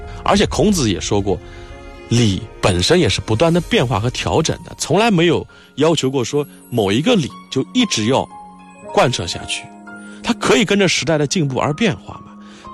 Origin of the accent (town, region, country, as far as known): China